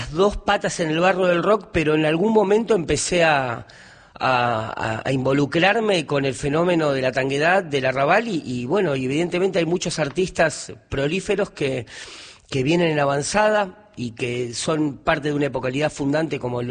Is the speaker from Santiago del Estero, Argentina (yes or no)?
no; Buenos Aires, Argentina; Yo, mira, nací acá en Almagro, en el Hospital Italiano, un 2 de septiembre de 1977, me crié en Lugano y vivo actualmente en Paternal.